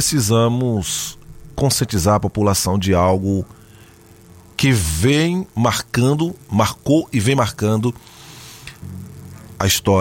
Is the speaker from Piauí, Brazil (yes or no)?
yes; Piauí, Brazil; E a minha terra, a minha Piauí